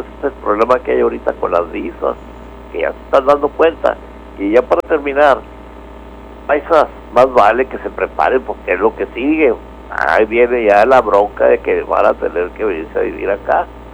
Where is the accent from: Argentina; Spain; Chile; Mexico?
Mexico; Juárez, Chihuahua; now in El Paso, United States; nosotros los que vivimos aquí, que éramos de Juárez, que nos vinimos a vivir aquí del Paso, y que compramos casa